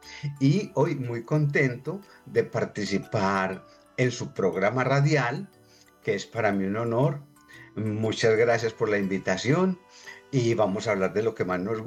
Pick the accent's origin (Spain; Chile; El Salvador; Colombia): Colombia; Soy un maestro colombiano, jubilado.